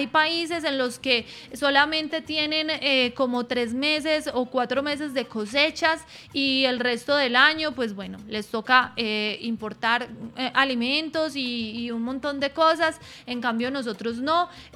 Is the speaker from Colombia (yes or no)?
yes; Colombia; somos colombianos y que vivimos en un país tan hermoso, tan rico como lo es Colombia.